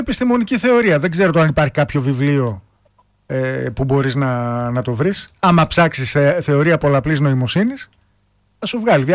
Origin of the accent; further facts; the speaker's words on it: Greece; σαν Έλληνες